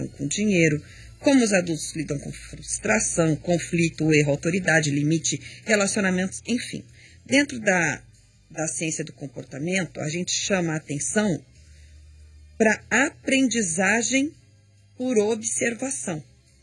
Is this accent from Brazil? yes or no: yes; Paraná, Brazil; now in Espírito Santo, Brazil; Eu sou paranaense, para quem não sabe. Eu estou aqui no Espírito Santo. Agora sou mais capixaba que os próprios capixabas, mas eu também sou sulista.